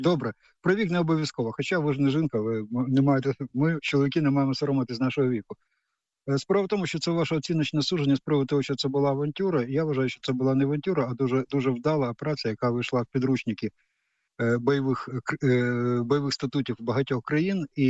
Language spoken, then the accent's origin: Ukrainian; Kyiv, Ukraine; я теж корінний киянин.